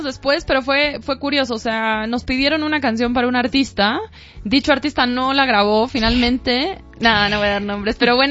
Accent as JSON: {"language": "Spanish", "country": "Uruguay", "said": "O sea, con pop, de repente yo soy de Uruguay, entonces ponerle ahí un poquito de tango"}